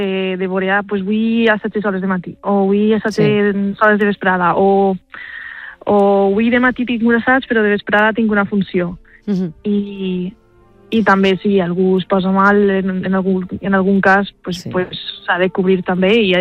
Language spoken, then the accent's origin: Catalan; Alzira, Valencian Community, Spain; now in Graz, Austria; jo sempre dic que com vinc d'Alzira, que és una ciutat, però no és una ciutat molt gran, que encara té un poc de sentiment de poble